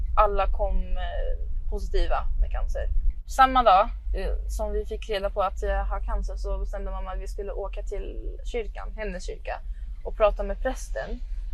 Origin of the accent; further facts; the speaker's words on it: Alexandria, Alexandria Governorate, Egypt; now in Stockholm, Sweden; Ja, men jag är uppvuxen i Alexandria. Det är, så här, det är nära havet.